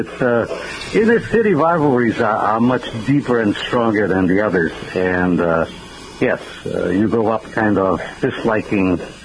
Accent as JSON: {"language": "English", "region": "Lisbon", "country": "Portugal", "tie": "born or raised there", "moved": "yes", "lives_now": "United States", "said": "I was born and raised in Lisbon"}